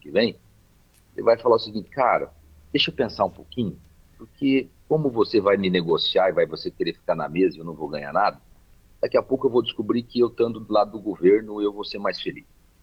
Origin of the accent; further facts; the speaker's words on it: Cascavel, Paraná, Brazil; moved away as an adult; also born or lived in Curitiba; Eu saí de Cascavel, mano, para estudar em Curitiba, porque não tinha engenharia em Cascavel, não tinha oportunidades.